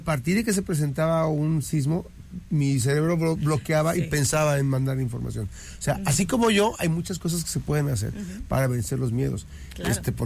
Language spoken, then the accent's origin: Spanish; Mexico City, Mexico; moved away; Hace años que me vine de México porque temblaba el DF.